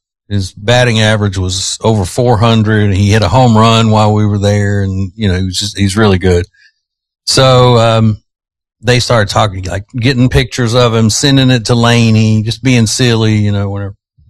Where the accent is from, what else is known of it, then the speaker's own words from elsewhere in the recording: Winnfield, Louisiana, United States; I went to Tech too." He goes, "Did you really?" I said, "Yeah, I'm from Winfield.